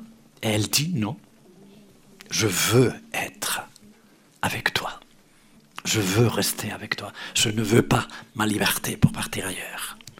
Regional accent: Spain; moved away; je suis espagnol

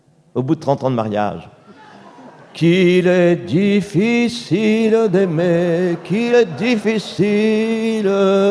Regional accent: Cambrai, Hauts-de-France, France; On a dit tout à l'heure que je venais de Cambrai.

